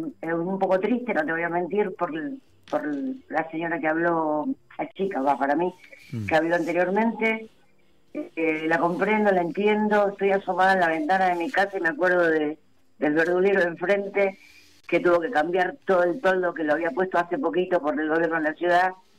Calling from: Buenos Aires, Argentina; de Villa Urquiza.

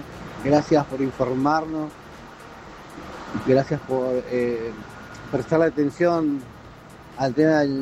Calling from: Neuquén, Argentina; acá en Neuquén

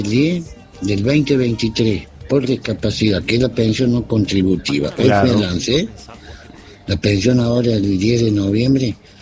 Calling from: Villa Mercedes, San Luis, Argentina; de Villa Mercedes.

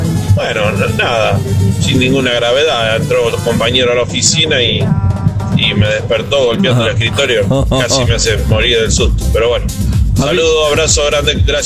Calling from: Santa Fe, Argentina; de Santa Fe.

